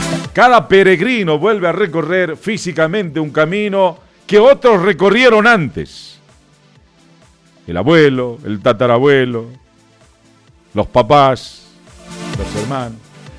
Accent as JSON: {"language": "Spanish", "region": "Tarija", "country": "Bolivia"}